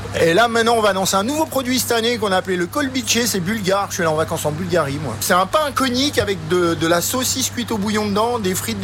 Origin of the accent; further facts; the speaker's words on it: Verdun, Grand Est, France; Nous, on est de Verdun. Donc, on est à peu près à une heure d'ici, quoi. On est dans la Meuse.